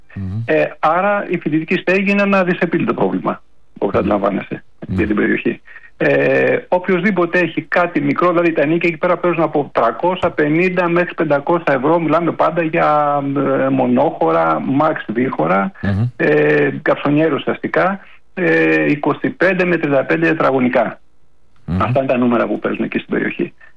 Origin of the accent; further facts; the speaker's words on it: Kalamata, Peloponnese, Greece; Εμείς, Δημήτρη, εγώ δεν σε παίρνω από την Αθήνα, είμαι από την Καλαμάτα.